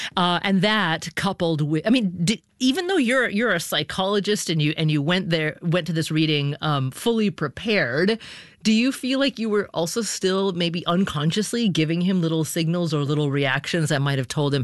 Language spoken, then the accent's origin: English; Oregon, United States; I grew up in Oregon, so it's Central Oregon in the high desert there